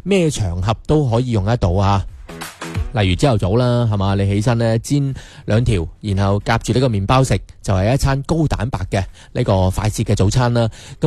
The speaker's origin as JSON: {"language": "Cantonese", "region": "Guangdong", "country": "China", "said": "但系咧系贯穿咗我哋广东人吓，可能一日三餐嘅无数个嘅场景嘅吓"}